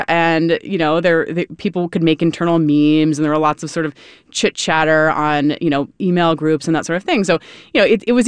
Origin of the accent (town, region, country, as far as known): Oakland, California, United States; born or raised there